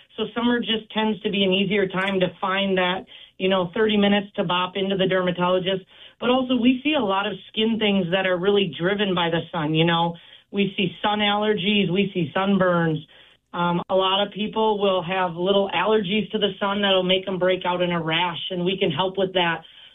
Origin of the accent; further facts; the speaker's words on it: Marshall, Minnesota, United States; So I'm originally from Marshall, Minnesota, just a little bit further south.